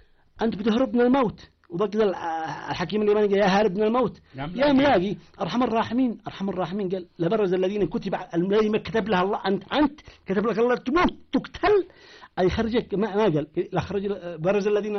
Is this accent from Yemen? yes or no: yes; Yemen; أقول لك إحنا بين اليمنيين عاد إحنا قاتلنا عاد إحنا الوالد جرب من صنعاء